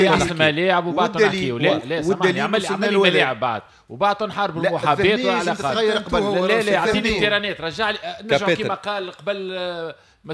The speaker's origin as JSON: {"language": "Arabic", "country": "Tunisia", "said": "ثم مشكل عندنا في تونس"}